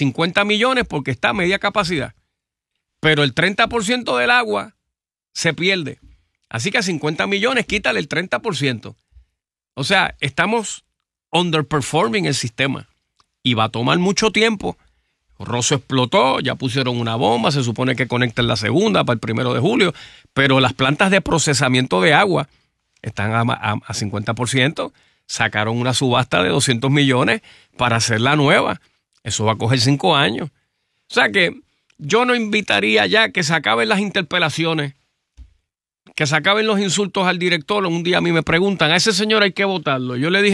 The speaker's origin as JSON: {"language": "Spanish", "town": "San Juan", "country": "Puerto Rico", "tie": "born or raised there", "said": "tú y yo que nos criamos por Coupé y dimos vueltas por allí"}